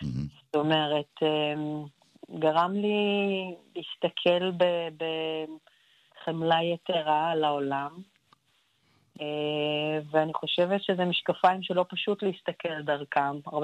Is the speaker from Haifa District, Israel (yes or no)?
no; Jerusalem, Jerusalem District, Israel; born there; ולירושלים, העיר שבה נולדתי